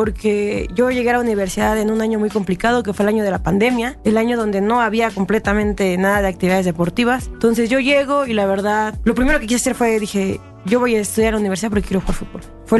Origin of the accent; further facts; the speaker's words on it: Ciudad Altamirano, Guerrero, Mexico; moved away as an adult; also born or lived in Michoacán; yo soy originaria de Ciudad Altamirano, Guerrero. Nací en Michoacán, pero toda mi vida la viví allá hasta que me vine a estudiar a la universidad para acá.